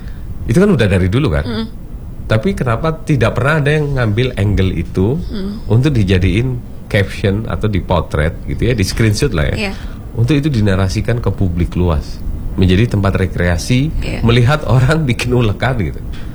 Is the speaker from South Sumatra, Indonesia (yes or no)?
no; Batu, East Java, Indonesia; di desa saya sendiri, di desa Pesanggerahan itu